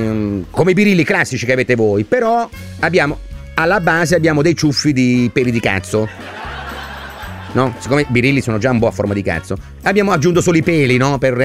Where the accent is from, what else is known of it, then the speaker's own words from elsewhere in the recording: Apulia, Italy; io sono meridionale, sono pugliese